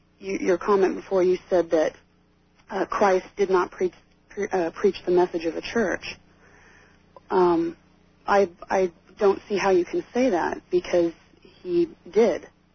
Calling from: Minneapolis, Minnesota, United States; I'm calling from the Minneapolis-St. Paul area.

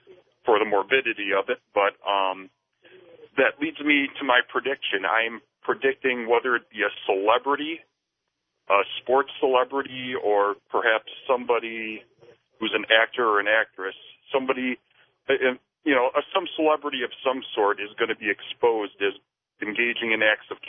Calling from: Indianapolis, Indiana, United States; from Indianapolis.

